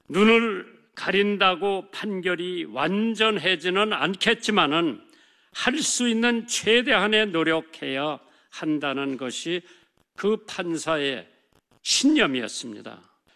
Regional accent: South Korea; 우리 한국 사람들은

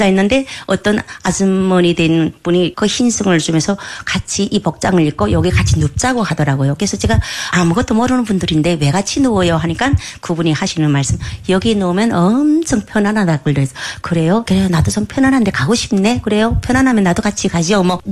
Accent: North Korea; moved away as an adult; now in South Korea; 제가 북한에서 왔다니까

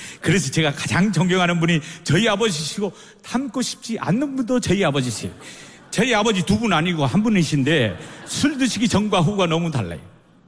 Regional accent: Gageodo, South Jeolla, South Korea; moved away; 배를 타고 4시간 가면은 가거도라는 섬이 나와요. 최서남단 가거도 오비의 아들로 태어났습니다.

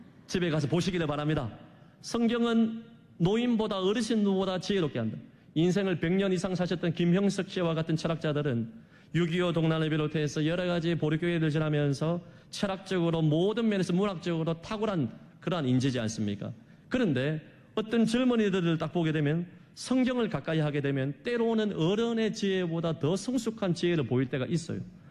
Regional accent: Gyeongsang, South Korea; 저도 경상도 남자라서 표현에 그렇게 익숙하지 못합니다.

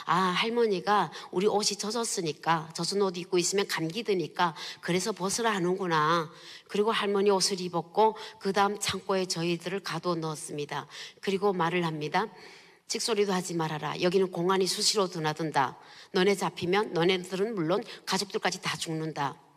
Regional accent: North Korea; moved away; 나 북한 사람입니다

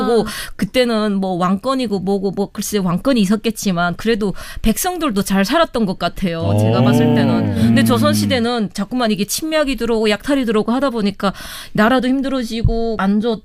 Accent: Chongjin, North Hamgyong, North Korea; now in South Korea; 함경북도 청진에서 온

